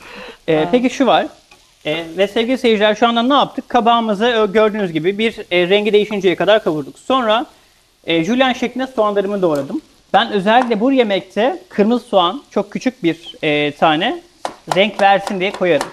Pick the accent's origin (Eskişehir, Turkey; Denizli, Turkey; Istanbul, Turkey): Denizli, Turkey; Ama özellikle biz Ege'liyiz biliyorsun. Sen İzmirlisin, ben Denizli'yim.